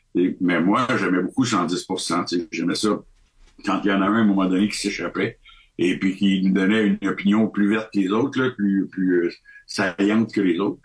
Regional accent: Canada; moi, je suis du Canada, je suis ici passage

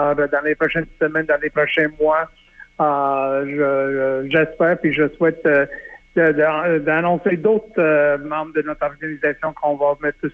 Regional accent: Montreal, Quebec, Canada; pour aller chercher ma crédibilité pour revenir dans ma ville natale puis de souhaiter qu'un jour je peux revenir dans l'entourage des Alouettes de Montréal.

